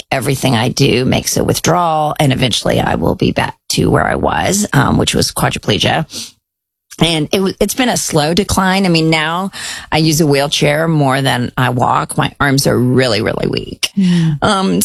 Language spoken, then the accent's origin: English; India; born there; I was born in India. And when I was 3 months old, I contracted polio. Now in India, you don't get the vaccine at 3 months.